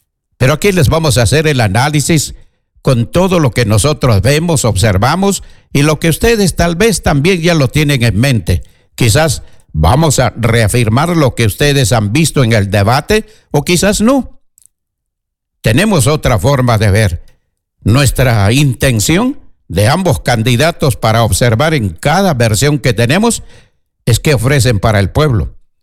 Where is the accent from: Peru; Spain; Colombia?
Peru; todos somos peruanos.